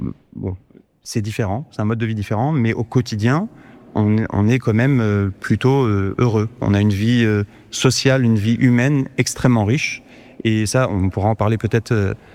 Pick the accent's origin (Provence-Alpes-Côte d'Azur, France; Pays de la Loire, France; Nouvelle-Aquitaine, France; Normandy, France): Pays de la Loire, France; Nantes; also born or lived in Iraq / Paris; je suis né en Irak en 90. Ma famille est arrivée en France en 91, donc je m'en souviens pas. Mais on s'est installé à Nantes, j'ai grandi à Nantes, et puis un peu à Paris sur la fin.